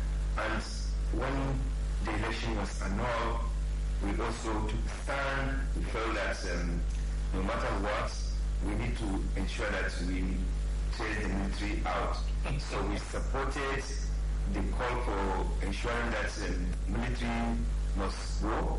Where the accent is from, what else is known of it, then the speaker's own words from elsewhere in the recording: Kano, Nigeria; I was born and brought up in Kano